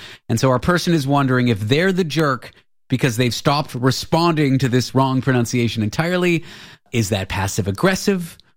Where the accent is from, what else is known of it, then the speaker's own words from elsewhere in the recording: Canada; I grew up in Canada. I grew up pronouncing the name Natasha, not Natasha.